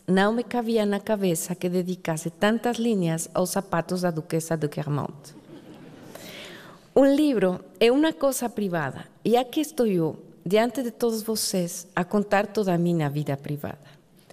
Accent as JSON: {"language": "Portuguese", "region": "Mexico City", "country": "Mexico", "tie": "born or raised there", "second_language": "Portuguese", "said": "Cresci na Cidade de México, rodeada de livros."}